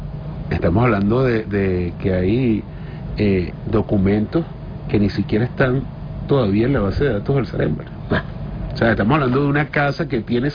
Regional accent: Venezuela; Esta es una oportunidad para sentarse como venezolanos a replantearnos en La Guaira

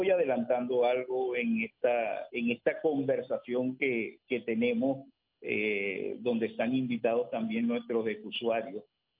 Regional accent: Venezuela

